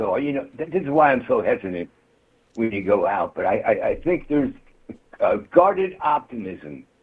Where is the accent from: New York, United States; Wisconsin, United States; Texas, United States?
New York, United States; Southern Hudson River Valley; I grew up on Osage Street. Is that right? Osage Street. Yeah. In the Southern Hudson River Valley.